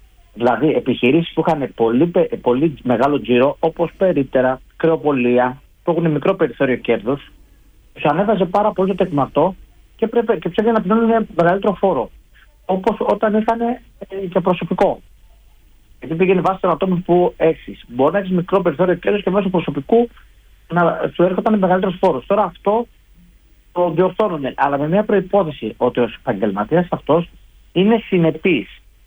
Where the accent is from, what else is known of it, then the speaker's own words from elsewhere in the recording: Kymi, Central Greece, Greece; κατάγομαι και εγώ από την Κύμη, από την Εύβοια, από ένα χωριό το Βίταλο